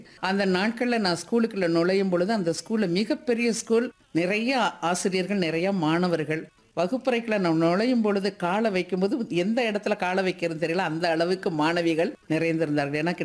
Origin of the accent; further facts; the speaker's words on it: Madurai, Tamil Nadu, India; என்னுடைய பூர்வீகம் வந்து ராமநாதபுரம். நான் பிறந்து வளர்ந்தது எல்லாமே மதுரை தான்.